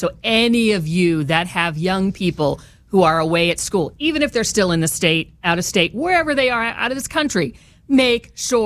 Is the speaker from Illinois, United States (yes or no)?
yes; Hoopeston, Illinois, United States; In Hoopston, Illinois, which is on the Illinois-Indiana border in Vermilion County. So I grew up in St. Anthony's Parish.